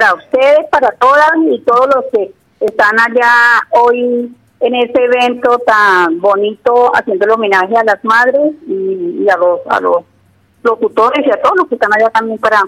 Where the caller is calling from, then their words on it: Huila, Colombia; Estoy en la vereda San Joaquín, en la granja avícola Santa Rosa.